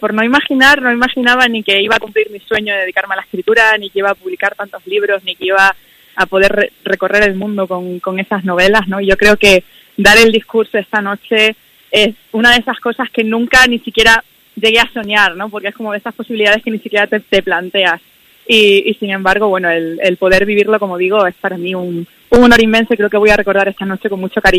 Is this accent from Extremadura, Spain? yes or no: yes; Extremadura, Spain; now in Seville, Spain; ahora mismo tengo la poca suerte, por así decirlo, de no poder vivir en mi tierra. Vivo en Sevilla hace ya 6-7 años, pero llevo Extremadura por bandera a todas partes, ¿no?